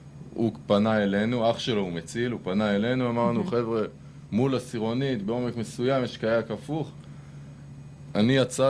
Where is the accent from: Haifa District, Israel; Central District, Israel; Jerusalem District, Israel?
Central District, Israel; אני גדלתי פה ביישוב סמוך, אז אני... תמיד זה היה העיר. אם היית אומר לי עיר, זה היה נתניה, כי גדלתי במושב פה ליד, וזה מה שהכרתי.